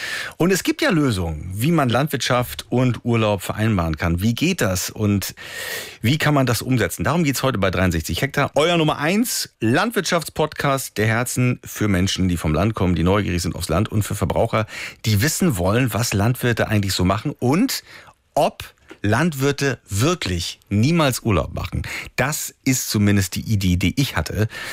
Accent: East Germany, Germany; Und ich bin in der DDR groß geworden

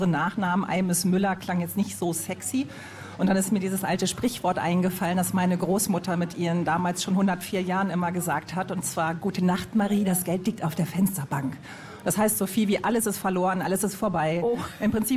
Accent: Hanover, Lower Saxony, Germany; wir sind gebürtige Hannoveraner und haben hier angefangen, Kabarett zu machen.

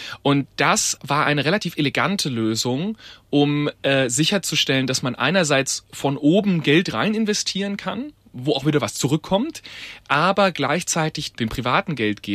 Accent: Heilbronn, Baden-Württemberg, Germany; born or raised there

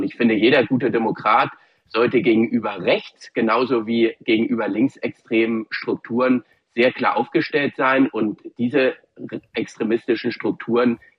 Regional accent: Hamburg, Germany; Einen schönen guten Abend aus Berlin in meine Heimatstadt Hamburg.

